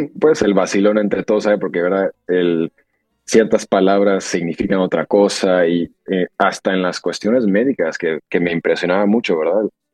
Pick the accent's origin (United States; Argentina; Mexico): United States; McAllen, Texas; moved away as an adult; also born or lived in San Antonio, Texas / Puerto Rico; now in Lehigh Valley, United States; Y yo crecí en Texas, crecí en la frontera de Texas, en una ciudad que se llama McAllen. Y de hecho allá le dicen el valle del Río Grande. Y ahora me mudé al valle de Lehigh Valley